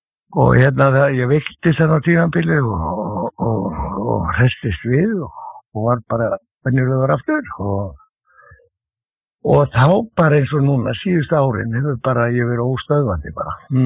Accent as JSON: {"language": "Icelandic", "town": "Reykjavík", "region": "Capital Region", "country": "Iceland", "tie": "born or raised there", "said": "ég fættur á uppalinn í Klefsóttinu"}